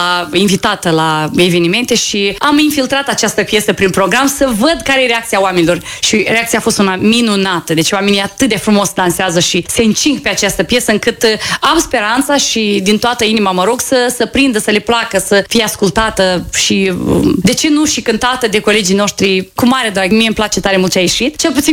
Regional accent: Bujor, Hîncești District, Moldova; la Bujor, în satul meu de Baștin, acolo unde au crescut și copiii, cresc și eu și unde am copilărit.

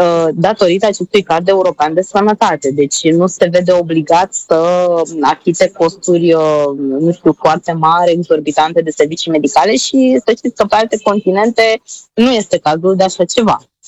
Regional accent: Romania; born there; Orașul meu natal, de altfel, de-a lungul timpului l-am văzut cum s-a transformat

